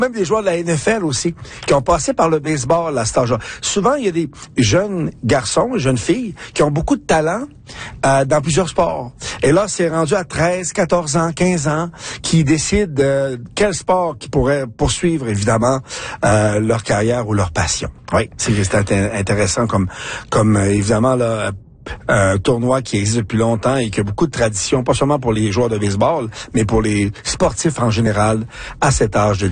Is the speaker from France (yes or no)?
no; Quebec, Canada; moved away; Et ça, c'est un sport que nous, c'était obligatoire. Mais quand je suis sorti du Québec, les gens connaissaient très peu le handball, à part un peu au Nouveau-Brunswick, au Manitoba et un peu là en Alberta, mais c'est pas populaire comme le Québec.